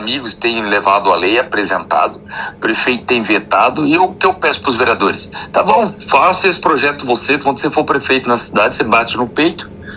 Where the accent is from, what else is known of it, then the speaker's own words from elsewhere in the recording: Paranaíba, Mato Grosso do Sul, Brazil; Sou de Paranaíba.